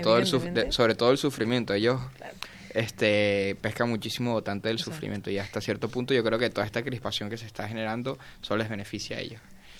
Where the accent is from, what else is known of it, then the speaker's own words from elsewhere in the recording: Venezuela; now in Spain; todo lo que yo estoy viviendo ahora en España, yo lo viví cuando era un niño en Venezuela